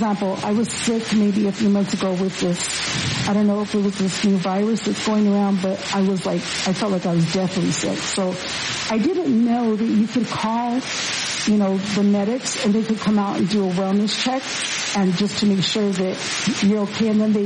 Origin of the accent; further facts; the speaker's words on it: San Manuel, Arizona, United States; there's a small fire department where I'm from San Manuel.